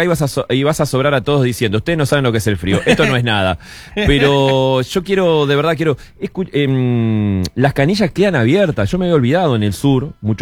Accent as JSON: {"language": "Spanish", "country": "Uruguay", "said": "porque somos uruguayos."}